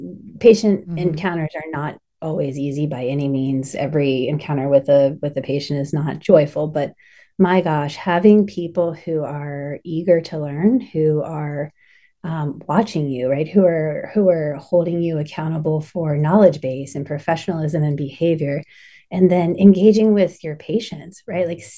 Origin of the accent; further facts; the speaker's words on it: Appalachia, United States; moved away; So I grew up in Appalachia in a college town, surrounded by college kids.